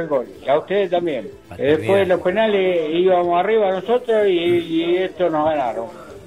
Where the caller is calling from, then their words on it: General Rodríguez, Buenos Aires Province, Argentina; de General Rodríguez.